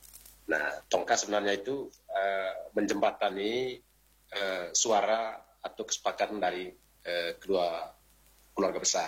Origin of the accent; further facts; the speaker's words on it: East Nusa Tenggara, Indonesia; apa istilahnya kita orang Manggarai ini.